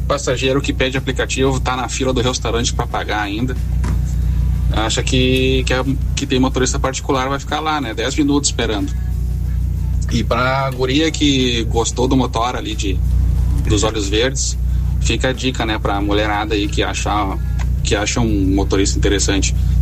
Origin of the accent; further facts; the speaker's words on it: Gravataí, Rio Grande do Sul, Brazil; now in Porto Alegre, Brazil; Sou de Gravataí. Tô aqui em Porto Alegre agora.